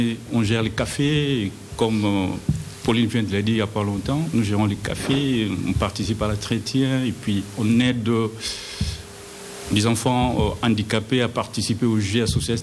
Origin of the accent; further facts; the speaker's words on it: Kinshasa, DR Congo; French is a second language; moved away as an adult; now in Lourdes, France; Je viens de Kinshasa